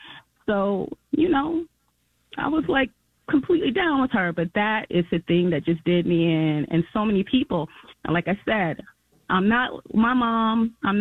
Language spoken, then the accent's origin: English; Detroit, Michigan, United States; I'm from Detroit. My family's from Detroit. We've been here for forever.